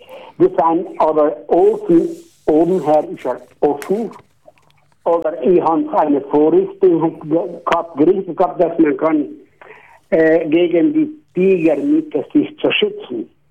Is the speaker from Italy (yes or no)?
yes; St. Vigil in Enneberg, Trentino-Alto Adige, Italy; accent: Ladin; now in Bolzano, Italy; Aus St. Vigil.